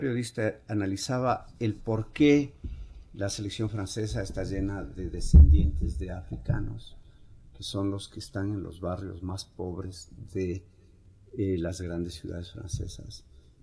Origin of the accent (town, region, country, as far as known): Ecuador